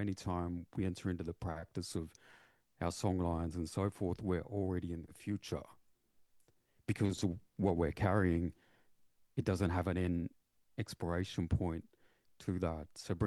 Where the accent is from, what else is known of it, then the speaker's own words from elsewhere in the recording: Victoria, Australia; myself being Yorta Yorta, born and raised on Yorta Yorta Waka, for instance, for me, that's something that's very prominent in terms of my very existence too. And it's part of why I moved back home from Ngarrum to be with the land